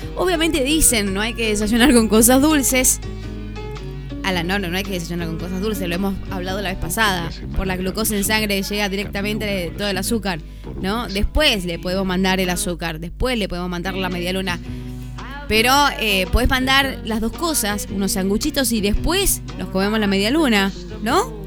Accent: Argentina; los argentinos somos conocidos por nuestro amor a las picadas, a los fiambres, a las bebidas amargas

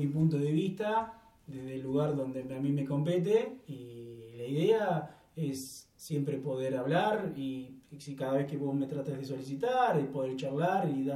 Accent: Argentina

